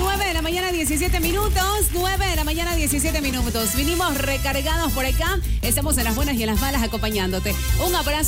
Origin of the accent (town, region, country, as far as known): Ecuador